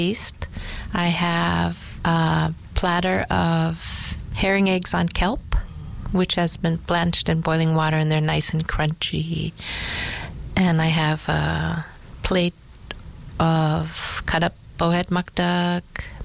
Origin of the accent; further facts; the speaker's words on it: Utqiagvik, Alaska, United States; now in Unalakleet, United States; She was born in Shishmaref, where my family's from, and I grew up in the Arctic in Utqiagvik, which is Barrow.